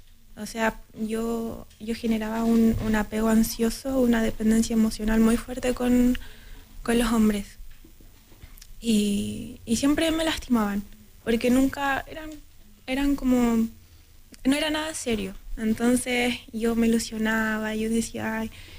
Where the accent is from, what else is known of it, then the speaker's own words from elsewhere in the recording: San Vicente de Tagua Tagua, O'Higgins, Chile; moved away as an adult; now in Santiago, Chile; yo soy de San Vicente, de Tahuatahua. Me vine a la universidad